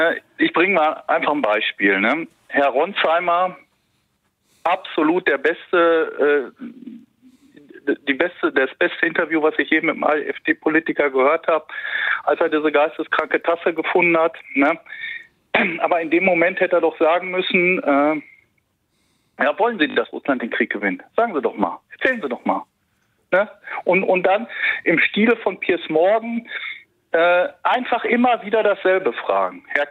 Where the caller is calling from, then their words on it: North Rhine-Westphalia, Germany; Ich komme aus dem Sauerland.